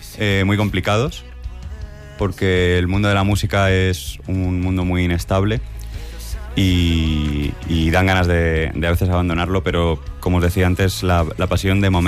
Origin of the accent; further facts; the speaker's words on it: Alicante, Valencian Community, Spain; aunque yo soy alicantino y amo mi ciudad, pero lo de Murcia no tiene ningún sentido.